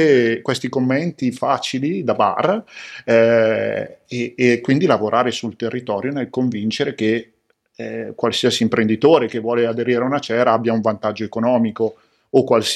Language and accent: Italian; Castelverde, Lombardy, Italy; io arrivo da Castelverde, le mie origini sono di Castelverde